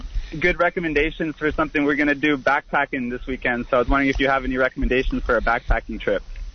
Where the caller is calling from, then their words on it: San Francisco, California, United States; we live in San Francisco.